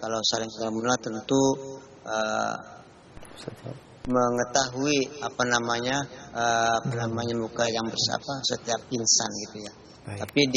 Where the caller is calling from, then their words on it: Depok, West Java, Indonesia; dari Depok.